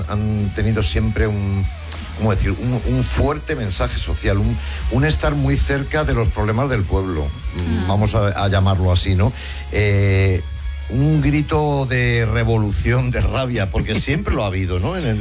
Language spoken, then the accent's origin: Spanish; Madrid, Community of Madrid, Spain; born there; Yo nací en O'Donnell también, mira, otra cosa que nos une.